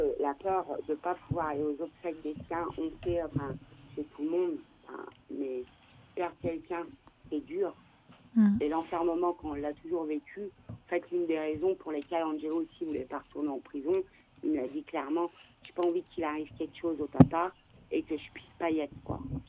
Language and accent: French; France; d'années qu'on vit ça en tant que pointé du doigt, en tant qu'ethnique, en tant que voyageur, et pourtant qu'on est français.